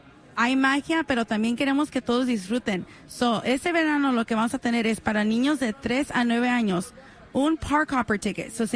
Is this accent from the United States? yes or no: yes; Long Beach, California, United States; now in Santa Ana, United States; Tengo como 6 años viviendo en Santa Ana, pero soy del Long Beach originalmente. Ahí es donde fui.